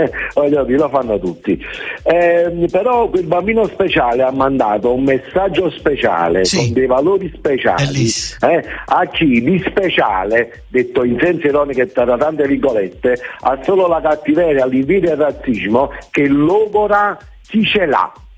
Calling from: Naples, Campania, Italy; io che sono campano, sono napoletano, ma sono campano

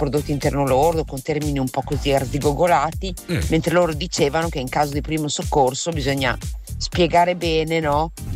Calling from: Emilia-Romagna, Italy; da provincia di Ravenna.

